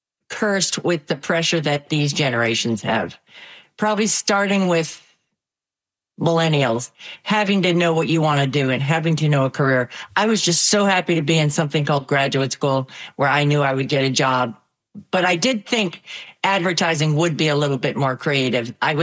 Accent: Massachusetts, United States; I was an art major undergrad at Pomona College in Los Angeles, though I grew up in Massachusetts.

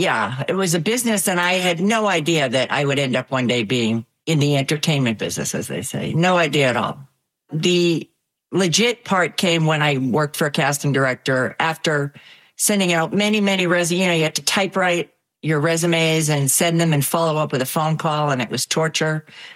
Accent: Massachusetts, United States; I was an art major undergrad at Pomona College in Los Angeles, though I grew up in Massachusetts.

